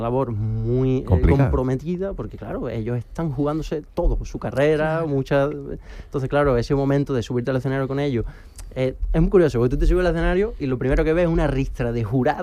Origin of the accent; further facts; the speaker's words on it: San Roque, Andalusia, Spain; Sí, yo soy de San Roque.